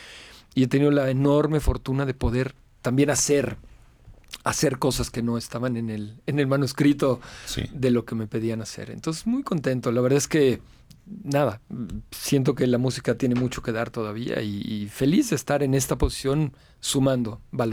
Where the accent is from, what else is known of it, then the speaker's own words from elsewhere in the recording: Mexico; Somos muchos mexicanos, pero somos un solo corazón